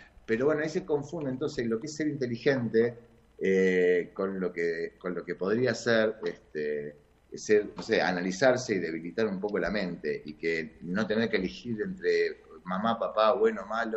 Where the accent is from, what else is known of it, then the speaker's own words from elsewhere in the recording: Argentina; soy argentino